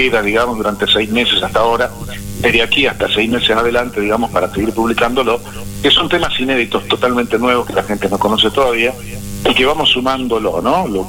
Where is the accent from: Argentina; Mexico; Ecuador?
Argentina; Jujuy; moved away as an adult; yo hablo mucho de Jujuy porque soy de Jujuy y porque vivo en Jujuy en realidad. Volví a Jujuy después de mucho tiempo de andar por todos lados